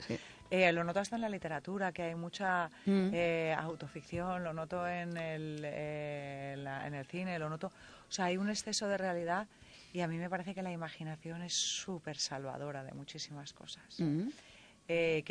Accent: Cádiz, Andalusia, Spain; Que yo soy de Cádiz y Cádiz y Vigo tienen muchas cosas en común

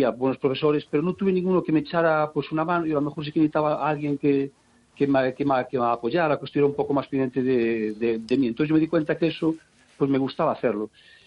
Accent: Lugo, Galicia, Spain; born there; Sí, yo nací en Lugo, sí, sí.

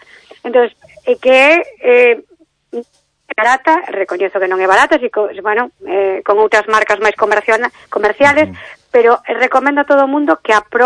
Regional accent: Negreira, Galicia, Spain; also born or lived in Santiago de Compostela; Porque son, orixen é de Negreira, somos de Santiago

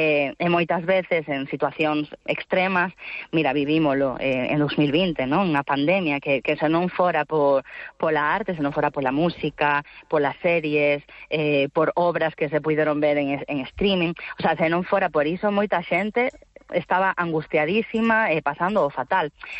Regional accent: Galicia, Spain; nós tamén somos creadoras galegas, co cal sempre a nosa visión facemos dende a nosa idiosincrasia

